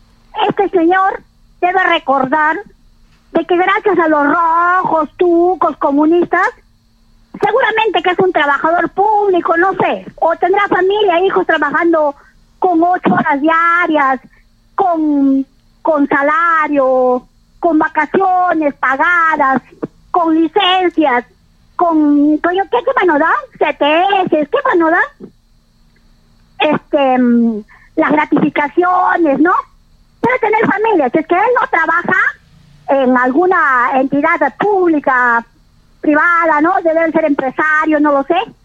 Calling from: Peru; yo como ciudadana peruana

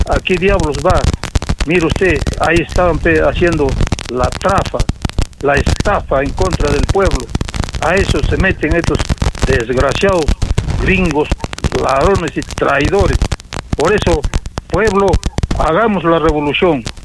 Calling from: Arequipa, Peru

